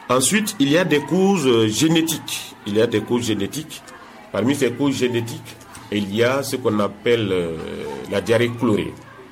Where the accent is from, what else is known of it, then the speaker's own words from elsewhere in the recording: Guinea; chez nous en Guinée